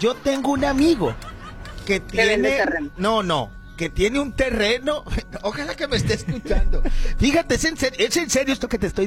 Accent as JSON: {"language": "Spanish", "town": "Badiraguato", "region": "Sinaloa", "country": "Mexico", "said": "Oye, es que es muy bonito, la verdad. Yo soy de Badiraguato, mija"}